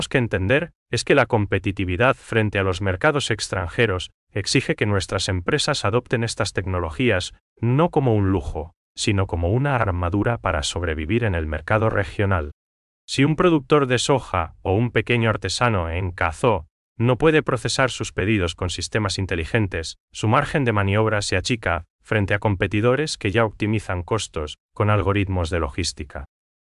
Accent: Paraguay; nosotros, como paraguayos

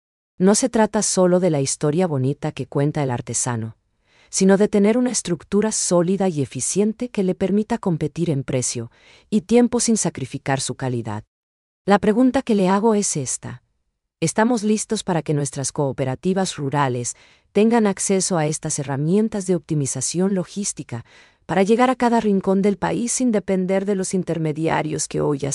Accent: Paraguay; vamos a terminar perdiendo lo que nos hace únicos como paraguayos en el mercado.

